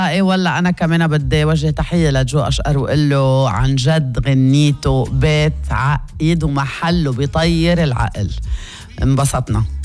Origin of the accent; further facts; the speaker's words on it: Lebanon; نحنا كلبنانية